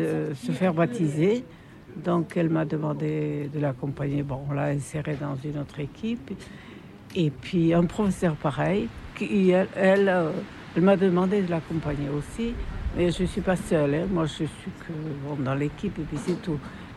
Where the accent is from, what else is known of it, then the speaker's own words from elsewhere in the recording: Nouvelle-Aquitaine, France; parce que moi j'arrive, je suis du Pays Basque, d'accord, et je reviens 50 ans après